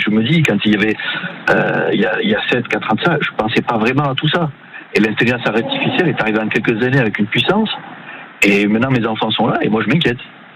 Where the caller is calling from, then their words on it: Rion-des-Landes, Nouvelle-Aquitaine, France; Moi, je suis de Rion-des-Landes.